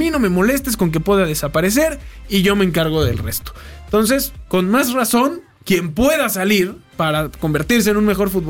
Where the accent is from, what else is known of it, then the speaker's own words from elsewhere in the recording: Mexico; somos mexicanos